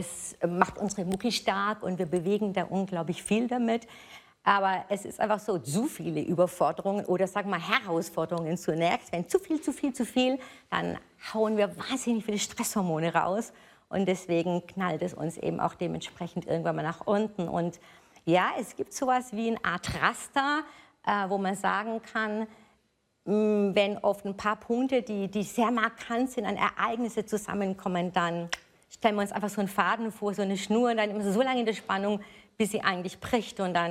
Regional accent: Nuremberg, Bavaria, Germany; ich komme aus Nürnberg

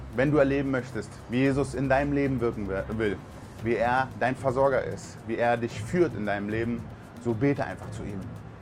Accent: Berlin, Germany; Ich komme aus Berlin

